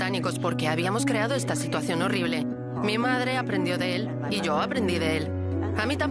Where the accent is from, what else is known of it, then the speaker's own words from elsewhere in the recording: Fiji; Podría haber permanecido como súbdita británica, pero no lo hice. Estoy orgullosa de ser fijiana. Soy fijiana.